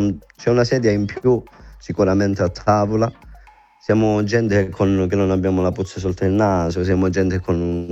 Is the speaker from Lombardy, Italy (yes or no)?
no; Calabria, Italy; devo dare io la forza ai miei colleghi calabresi per dire. Ora ci siamo pure noi, anche perché il sud in sé si sta